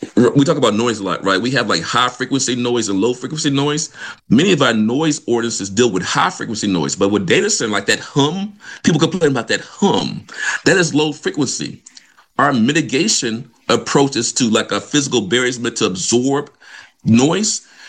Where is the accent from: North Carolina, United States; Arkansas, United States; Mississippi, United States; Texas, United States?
Mississippi, United States; Vicksburg; I'm from Mississippi, so I'm from Vicksburg.